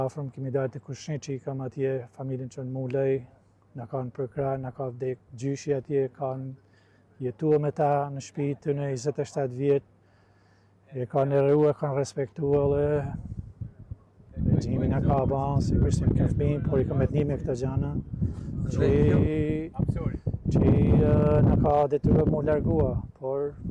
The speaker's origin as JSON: {"language": "Albanian", "town": "Hot", "region": "Shkodër County", "country": "Albania", "tie": "born or raised there", "moved": "yes", "said": "Jo, jo, jam i lindur në Hot, edhe jemi arratis në vitin 1976, kemi ikë nga Shqipëria."}